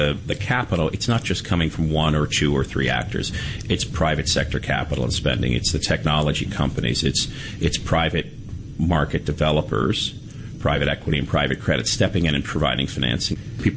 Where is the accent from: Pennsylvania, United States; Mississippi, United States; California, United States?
Pennsylvania, United States; So think Three Mile Island in my home state of Pennsylvania.